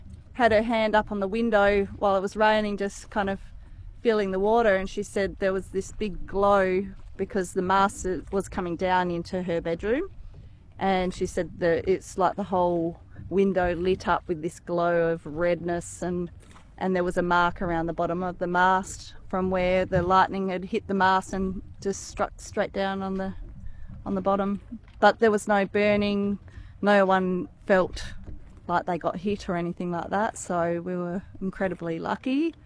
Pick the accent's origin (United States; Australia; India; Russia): Australia; Geraldton, Western Australia; now in Kalbarri, Australia; I grew up in Geraldton. I now live in Kalbarri, Western Australia, and I have an 11-year-old son. And I live between a sailboat and a house.